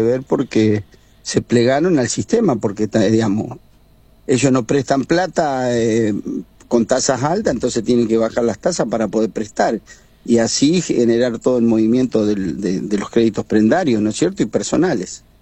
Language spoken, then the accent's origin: Spanish; Gaboto, Santa Fe, Argentina; Gaboto, porque bueno, tratándose que es mi pueblo